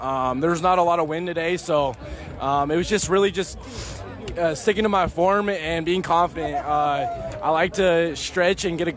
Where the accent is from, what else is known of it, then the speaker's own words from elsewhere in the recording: Auburn, California, United States; now in Davis, United States; Shout out Auburn, California. That's my hometown.